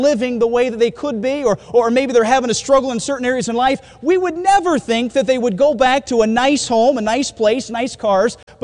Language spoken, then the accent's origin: English; Utah, United States; I grew up in Utah, and in Utah there was a college right near us, Weber State University.